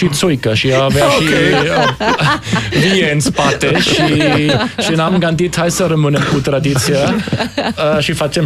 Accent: Nuremberg, Bavaria, Germany; Romanian is a second language; now in Romania; eu sunt original din Bavaria și din Nürnberg

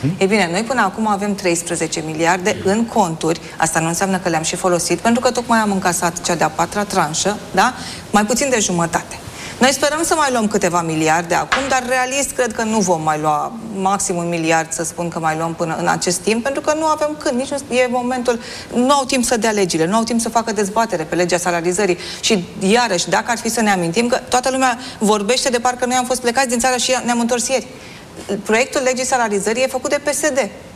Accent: Romania; Eu cred că în momentul ăsta putem să spunem că programul este un eșec pentru că noi suntem români.

